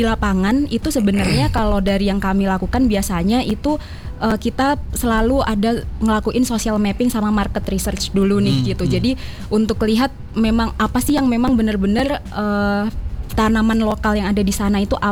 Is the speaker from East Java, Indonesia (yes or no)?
yes; Tulungagung, East Java, Indonesia; Dulu kalau saya kecil, ini agak cerita sedikit. Saya dari Tulungagung di Jawa Timur.